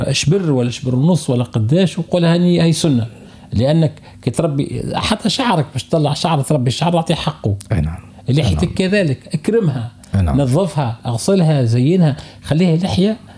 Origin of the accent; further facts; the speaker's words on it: Redeyef, Gafsa Governorate, Tunisia; now in Tunis, Tunisia; رديف هي مدينتي ولا نعتز من رديف لأن أول حرف من القرآن قرأته في رديف وبابا والدي ولدتي من رديف